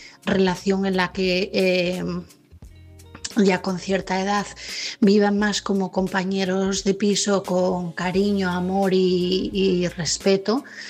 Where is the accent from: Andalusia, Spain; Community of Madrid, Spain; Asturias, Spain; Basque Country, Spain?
Asturias, Spain